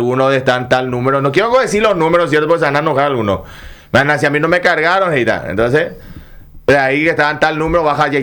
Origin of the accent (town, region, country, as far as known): Paraguay